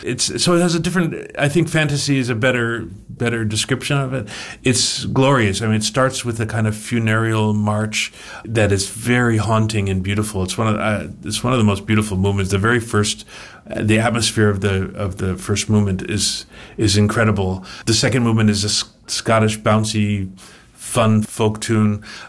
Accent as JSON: {"language": "English", "region": "Indiana", "country": "United States", "said": "I'm from the Midwest myself, from Indiana, not too far away"}